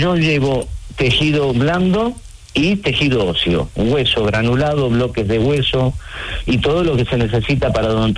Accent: Argentina; now in Marbella, Spain; No, no, yo no soy de Huelva, no soy español, soy argentino, pero llevo viviendo en España desde el año 81.

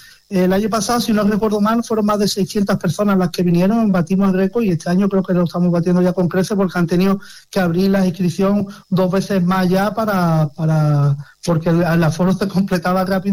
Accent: Algar, Andalusia, Spain; Supuesto, por supuesto, yo que voy a decir de mi pueblo, ¿no?

